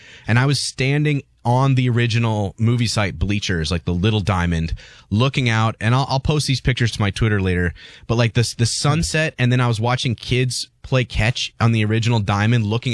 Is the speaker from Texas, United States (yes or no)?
no; Iowa City, Iowa, United States; Dyersville is, I think, about an hour and 20 minutes from my hometown of Iowa City.